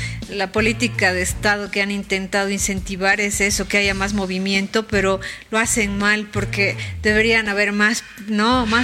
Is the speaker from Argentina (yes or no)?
no; Bolivia; nuestra amada Bolivia